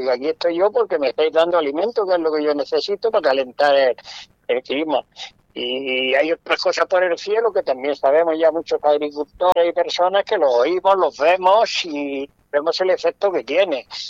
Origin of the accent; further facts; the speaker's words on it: Spain; nosotros los vecinos que somos, los murcianos, los de Almería, toda esta zona